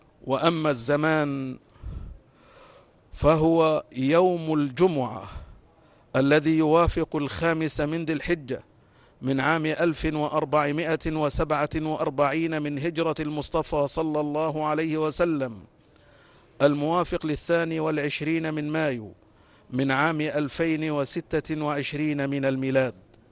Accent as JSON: {"language": "Arabic", "country": "Egypt", "said": "بلدنا مصر"}